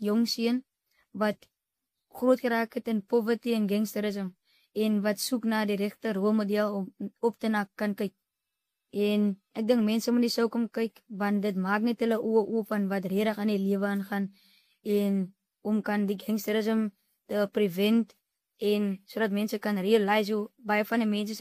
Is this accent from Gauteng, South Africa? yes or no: no; Cape Town, Western Cape, South Africa; ek kom van Kaapstad.